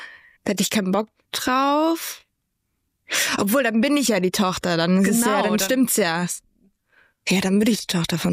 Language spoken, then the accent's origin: German; Germany; ich bin aus Deutschland